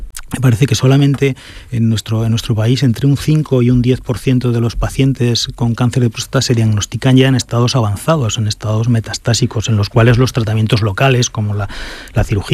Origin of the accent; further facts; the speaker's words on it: Zaragoza, Aragon, Spain; born there; now in Málaga, Spain; Sí, yo nací